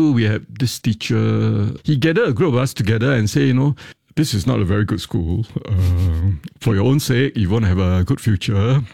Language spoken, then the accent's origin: English; Singapore; born there; people of my vintage appreciate growing up in Singapore.